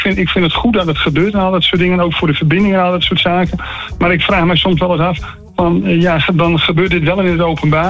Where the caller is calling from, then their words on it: Groningen, Netherlands; Ik ben een Groninger